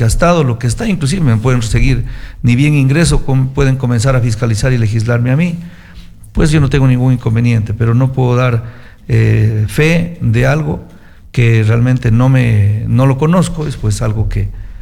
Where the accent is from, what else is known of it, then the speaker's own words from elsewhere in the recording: Catamayo, Loja, Ecuador; born there; lo que nacimos en Catamayo, o sea, nuestra naturaleza, nuestro ambiente, nuestro clima.